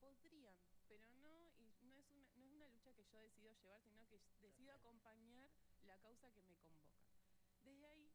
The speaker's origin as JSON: {"language": "Spanish", "region": "Neuquén", "country": "Argentina", "said": "cuando digo que soy de Neuquén"}